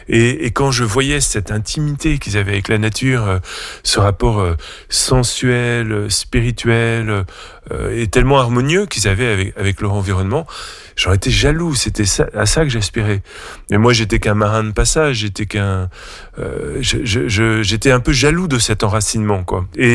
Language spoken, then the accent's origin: French; Paris, Île-de-France, France; born there; Pour commencer, je suis né à Paris, mais j'étais un gamin qui détestait la ville